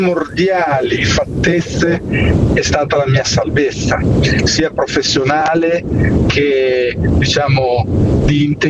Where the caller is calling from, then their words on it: Sassuolo, Emilia-Romagna, Italy; da Sassuolo.